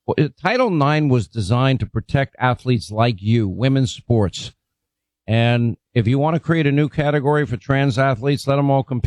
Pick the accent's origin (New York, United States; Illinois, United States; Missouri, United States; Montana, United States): New York, United States; Franklin Square; I'm just I'm a kid from Franklin Square, Long Island, New York.